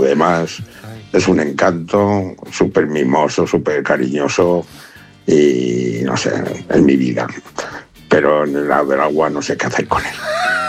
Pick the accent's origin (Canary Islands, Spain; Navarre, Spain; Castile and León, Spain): Castile and León, Spain; Segovia; soy de Segovia.